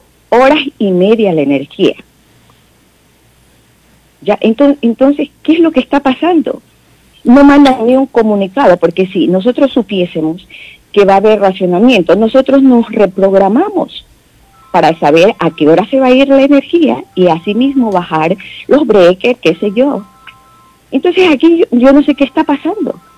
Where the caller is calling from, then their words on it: Ecuador; Hablo de Barrio Vista al Mar.